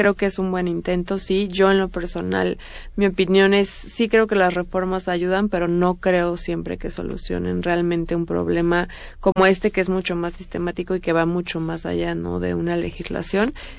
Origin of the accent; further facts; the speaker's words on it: Mexico; por ser mexicanos